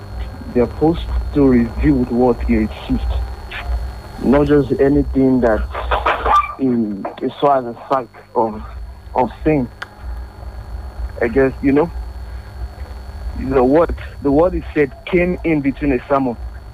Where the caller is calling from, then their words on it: Ilorin, Kwara, Nigeria; calling from Ilorin.